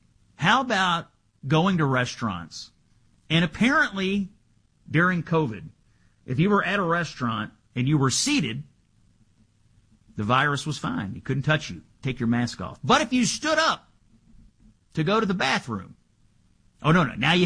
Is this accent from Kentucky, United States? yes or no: yes; Kentucky, United States; Rand Paul, my home state senator, from Kentucky, by the way